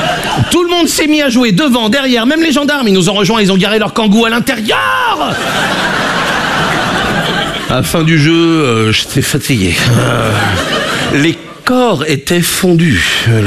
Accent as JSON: {"language": "French", "region": "Brittany", "country": "France", "said": "Je suis breton. Moi, j'ai été accepté en Bretagne."}